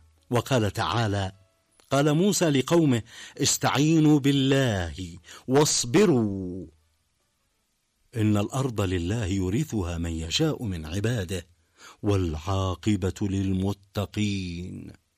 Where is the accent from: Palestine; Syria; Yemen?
Yemen; نحن كشعب يمني